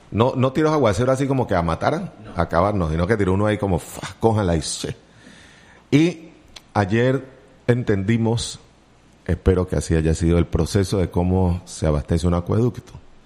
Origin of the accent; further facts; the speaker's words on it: Argentina; Yo soy argentino, pero soy hincha de Colombia.